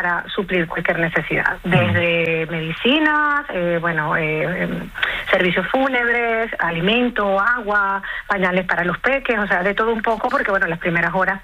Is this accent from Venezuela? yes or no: yes; Venezuela; hay muchos voluntarios venezolanos, incluyéndome